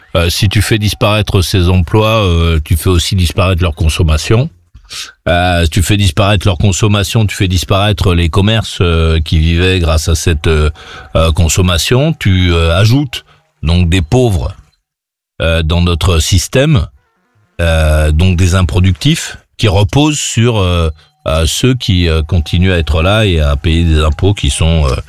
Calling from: Royat, Auvergne-Rhône-Alpes, France; Mais bon, moi je suis à Roya, tu vois, donc je suis en haut là, au vent.

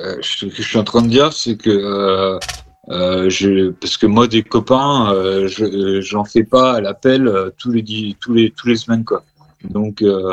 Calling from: Quimper, Brittany, France; moi, j'habite à Quimper.

